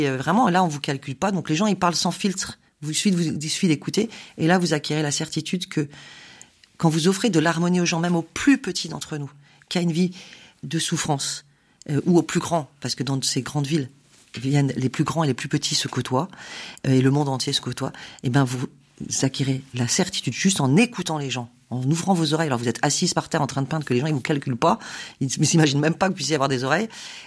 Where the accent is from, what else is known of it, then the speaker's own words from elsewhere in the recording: Lorient, Brittany, France; also born or lived in Brest / Toulon; en fait, oui, moi je suis née à Brest, voilà, 70 à 80% d'une ville détruite par les bombardements. J'ai appris à lire à Lorient, 70% détruite par